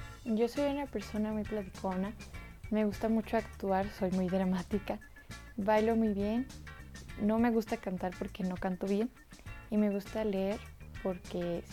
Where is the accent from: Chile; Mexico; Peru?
Mexico; Guadalupe; born there; Yo nací en Guadalupe, en el hospital de Guadalupe. Me fueron a registrar en el registro civil de Guadalupe.